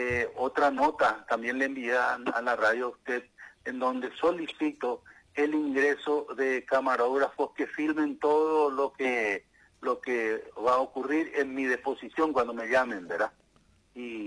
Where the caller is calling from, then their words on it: Altos, Cordillera, Paraguay; yo vivo en Alto